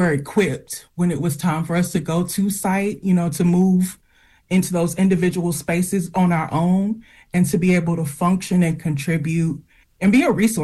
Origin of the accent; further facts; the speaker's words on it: United States; my experience as an American